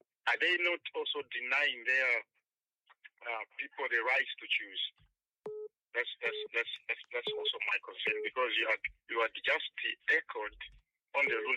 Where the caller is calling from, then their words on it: Kitwe, Copperbelt, Zambia; I'm calling from Kitwe.